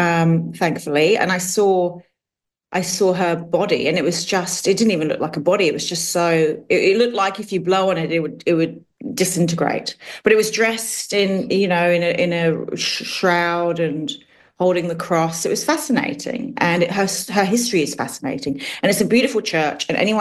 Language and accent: English; Wimbledon, London, United Kingdom; I was born in London, southwest London. I was born in Hammersmith, and I grew up in Wimbledon, which is southwest London.